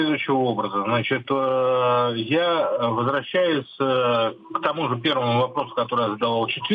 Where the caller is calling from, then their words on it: Saint Petersburg, Russia; Я из Санкт-Петербурга.